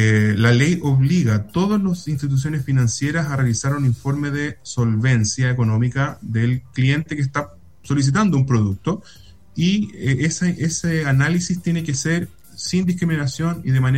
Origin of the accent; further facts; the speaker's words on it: Viña del Mar, Valparaíso, Chile; also born or lived in Villa Alemana; nosotros partimos en la quinta región, nosotros somos de Viña. Bueno, yo precisamente tengo mi corazón dividido entre Villa Alemana y Viña del Mar. Estudié en Valparaíso